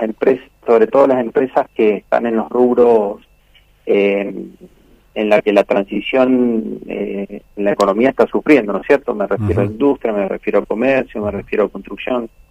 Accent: Mendoza, Argentina; nosotros como mendocinos

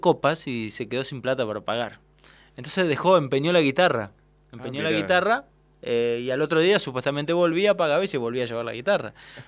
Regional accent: Melo, Cerro Largo, Uruguay; En Melo, en mi pueblo.

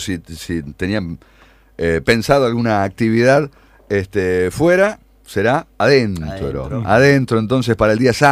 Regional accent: Argentina; somos argentinos

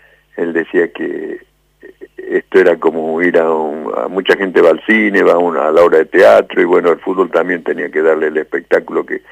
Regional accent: Argentina; somos argentinos

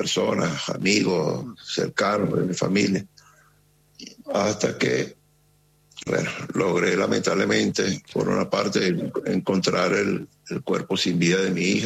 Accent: Caracas, Capital District, Venezuela; yo no soy del estado de La Guaira, soy de la ciudad capital de Caracas

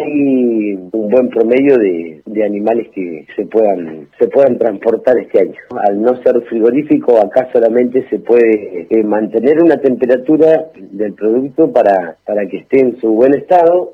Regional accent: Gobernador Costa, Chubut, Argentina; de Gobernador Costa. Yo estoy encargado del acopio de liebre acá en la zona, lo que es Gobernador Costa, San Martín, Río Pico.

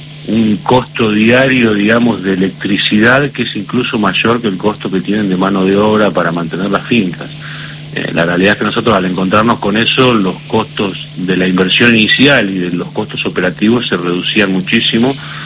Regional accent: La Pampa, Argentina

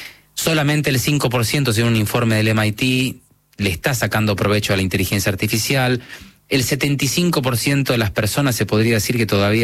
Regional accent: Buenos Aires, Argentina; accent: Argentine; no tengo muy el argentino, como que se nota, pero sí afuera se dan cuenta que soy argentino, porque tengo algo de acento, ¿no? Pero no es muy marcado.

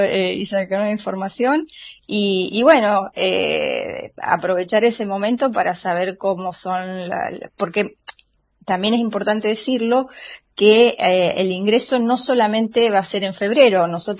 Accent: Mendoza, Argentina; moved away as an adult; now in San Luis, Argentina; yo soy de Mendoza y me vine a estudiar a San Luis por la carrera que tenía

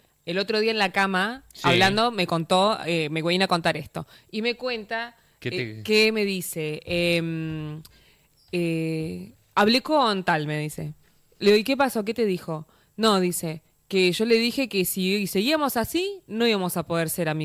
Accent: Argentina; Somos argentinos

